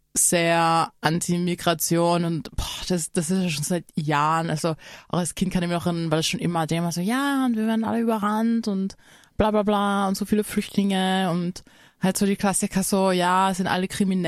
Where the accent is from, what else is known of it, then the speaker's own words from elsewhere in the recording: Innsbruck, Tyrol, Austria; wenn man als schwarze Person in einer weißen Mehrheitsgesellschaft aufwächst, wie jetzt wir in Innsbruck, surprise, surprise, wir sind schwarz